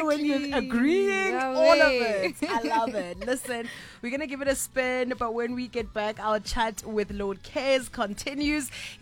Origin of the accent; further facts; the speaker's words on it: Kimberley, Northern Cape, South Africa; I'm a Kimberley girl.